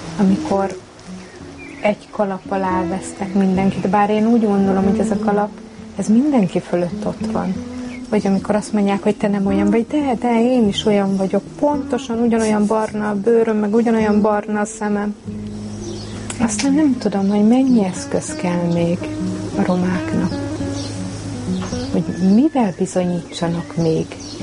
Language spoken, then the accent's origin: Hungarian; Hungary; born there; És roma vagyok, de én itt születtem, én magyarul beszélek, én magyarul adózok, magyarul álmodom, magyarul imádkozom, mindent magyarul csinálok.